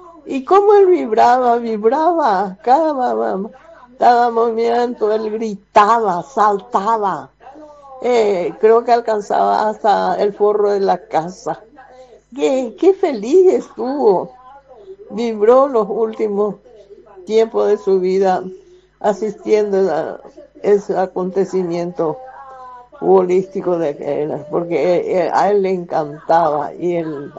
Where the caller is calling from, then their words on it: Paraguay; estamos felices como pueblo paraguayo. Y estos son los momentos felices que pasamos como ciudadanos paraguayos.